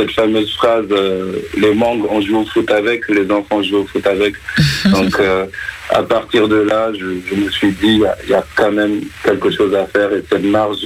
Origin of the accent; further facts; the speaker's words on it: Senegal; now in Geneva, Switzerland; chez nous en Afrique, au Sénégal, d'où je suis originaire